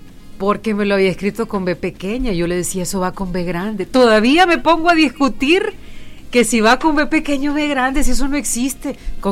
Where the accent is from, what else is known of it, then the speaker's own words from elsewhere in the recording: El Salvador; la jerga que tenemos los salvadoreños